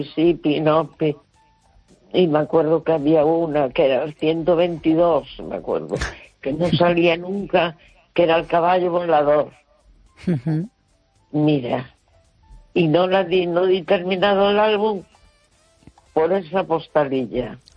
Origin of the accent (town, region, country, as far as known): A Coruña, Galicia, Spain